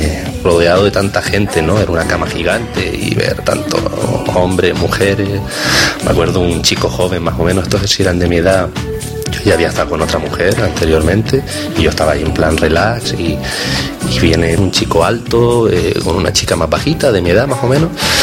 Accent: Canary Islands, Spain; now in Barcelona, Spain; yo vengo de las Islas Canarias

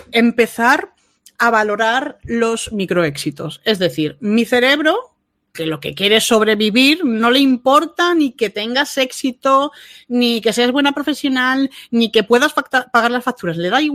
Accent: Málaga, Andalusia, Spain; born or raised there; also born or lived in Bilbao

